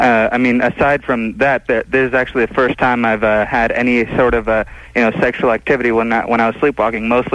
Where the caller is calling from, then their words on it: Los Angeles, California, United States; I'm in Northridge, California. Or, not Northridge, North Hollywood